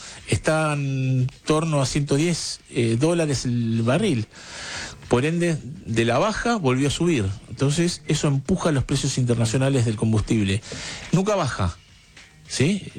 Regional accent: Argentina; Eso es un poco la visión que tenemos que tener como argentinos

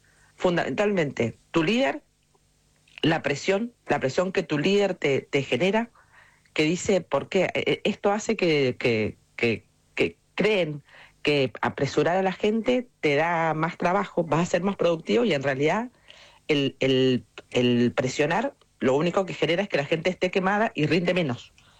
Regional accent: Argentina

